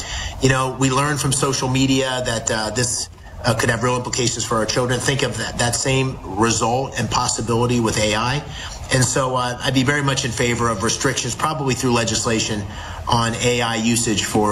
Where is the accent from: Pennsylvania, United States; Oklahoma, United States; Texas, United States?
Pennsylvania, United States; No senator is going to go to Columbia County, where I grew up in Pennsylvania, and tell people to have a data center.